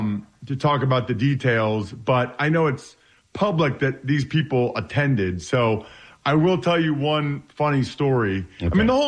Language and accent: English; United States; Taylor's from my hometown, so I've known her family for over 20 years.